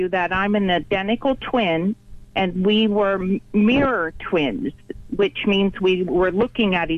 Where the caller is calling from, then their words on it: Sunbury, United States; I live outside of Sunbury.